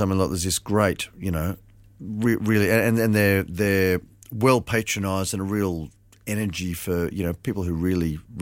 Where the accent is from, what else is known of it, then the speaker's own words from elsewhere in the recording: Port Macquarie, New South Wales, Australia; I grew up in Port Macquarie